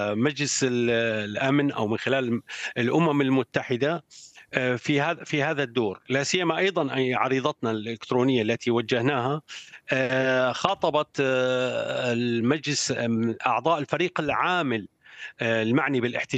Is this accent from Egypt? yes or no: no; Syria; now in Jeddah, Saudi Arabia; مسؤوليتنا كسوريين، مسؤوليتنا كمواطنين سوريين.